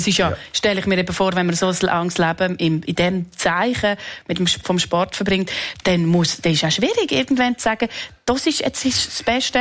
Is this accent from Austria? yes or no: no; Switzerland; Ich bin Schweizerin.